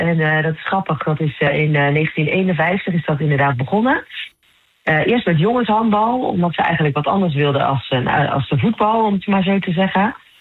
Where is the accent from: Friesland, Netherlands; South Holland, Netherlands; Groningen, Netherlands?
South Holland, Netherlands; De Lier; Ik kom oorspronkelijk uit de Lier.